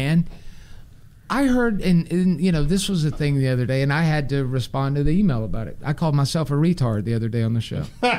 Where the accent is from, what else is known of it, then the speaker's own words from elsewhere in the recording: United States; born there; I love America. You know, I've only country I've ever lived